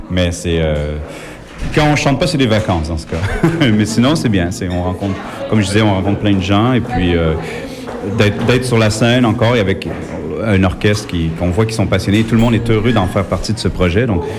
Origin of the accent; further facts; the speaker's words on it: Quebec, Canada; moved away as an adult; also born or lived in Switzerland; now in Paris, France; je suis originaire du Québec. Donc, la raison pourquoi je me suis installé à Paris, c'est parce qu'on voyage beaucoup.